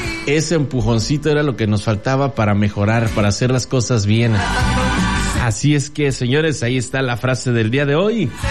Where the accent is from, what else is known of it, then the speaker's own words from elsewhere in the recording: Mexico; ¡Viva México! ¡Vivan todos los mexicanos! Todos somos mexicanos, todos somos México.